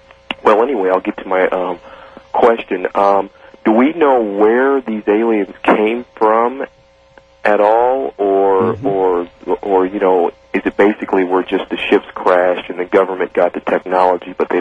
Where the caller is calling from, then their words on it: Kansas City, Missouri, United States; Kansas City, Missouri.